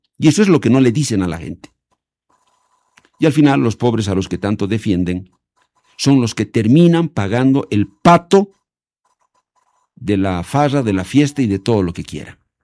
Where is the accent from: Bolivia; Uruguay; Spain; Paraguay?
Bolivia; exigir a todos los trabajadores, que somos los bolivianos, en realidad todos, que trabajemos por igual